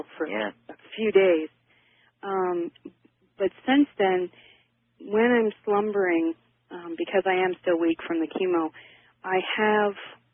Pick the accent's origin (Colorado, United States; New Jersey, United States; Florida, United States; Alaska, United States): Alaska, United States; Eagle River; I'm from Eagle River, Alaska.